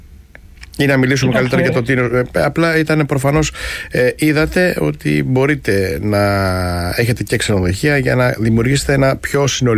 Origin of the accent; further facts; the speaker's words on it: Chania, Crete, Greece; Ως Χανιώτης, το Anec για μένα είναι σημείο, καταλάβατε, αναφοράς.